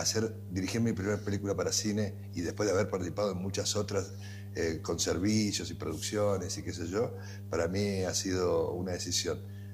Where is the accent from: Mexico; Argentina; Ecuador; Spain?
Argentina